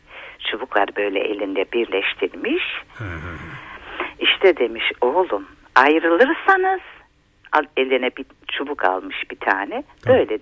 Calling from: Trabzon, Turkey; Ben Trabzon'dan arıyorum.

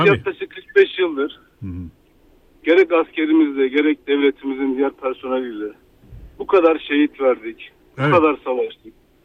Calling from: Istanbul, Turkey; İstanbul'dan arıyorum.

